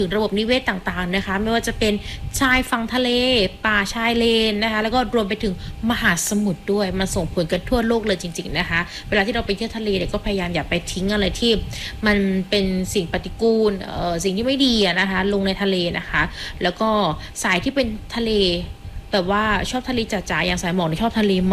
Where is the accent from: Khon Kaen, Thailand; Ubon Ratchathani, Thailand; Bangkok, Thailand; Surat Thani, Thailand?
Surat Thani, Thailand; เราเป็นชาวจังหวัดสุราษฎร์ธานีนะคะ